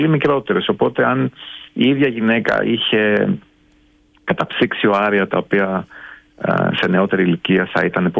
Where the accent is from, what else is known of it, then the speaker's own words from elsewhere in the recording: Greece; moved away as an adult; now in England, United Kingdom; θυμάμαι όλοι οι Άγγλοι ασθενείς, όταν τους έλεγα ότι είμαι από την Ελλάδα, μου λέγανε γιατί είσαι εδώ, έχεις τόσο ωραία χώρα